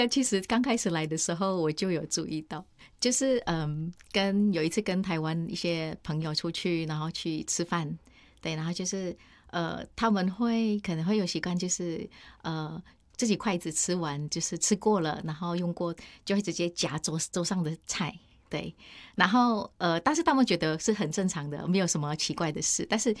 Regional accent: Indonesia; Chinese is a second language; now in Taiwan; 因为我们印尼人就是很重口味，然后很喜欢吃辣，

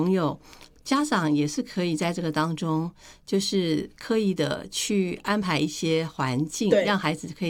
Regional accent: Taiwan; born there; 因为小时候我们住那个眷村啊，

